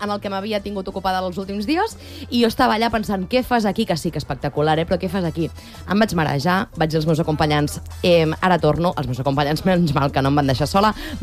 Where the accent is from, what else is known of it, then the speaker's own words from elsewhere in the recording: Sabadell, Catalonia, Spain; Home, carinyo, és que jo sóc de Sabadell, i a Sabadell hi ha una cosa que es deia zona hermètica.